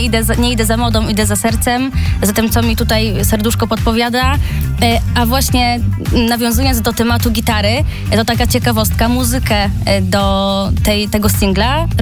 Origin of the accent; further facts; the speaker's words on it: Greater Poland Voivodeship, Poland; Pochodzę z powiatu konińskiego, a pasja do muzyki zaczęła się już w wieku, kiedy ja byłam dzieckiem.